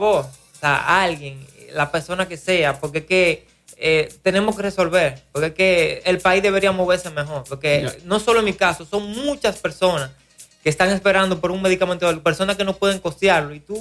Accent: Moca, Espaillat, Dominican Republic; yo soy de aquí de Moca, de Hincha

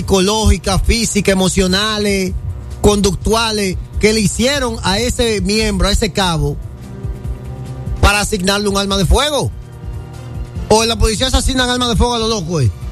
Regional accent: Dominican Republic; todos somos dominicanos

